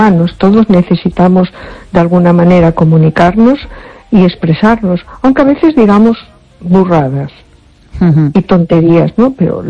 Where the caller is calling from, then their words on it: A Coruña, Galicia, Spain; de Coruña.